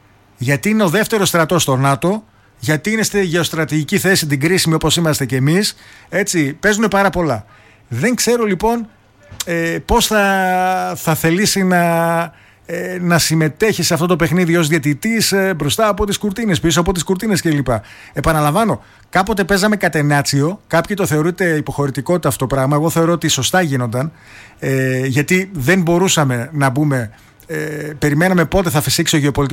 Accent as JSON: {"language": "Greek", "country": "Greece"}